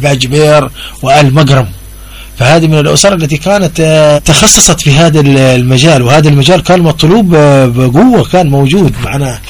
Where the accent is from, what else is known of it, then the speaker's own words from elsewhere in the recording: Mukalla, Hadhramaut, Yemen; عندنا في المكلا